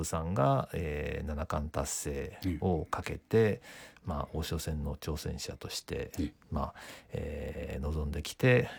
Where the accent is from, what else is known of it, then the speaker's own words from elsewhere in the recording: Kobe, Hyogo, Japan; 私も神戸生まれで、まあ、ずっと神戸を拠点にして、まあ、今も神戸に住んでいます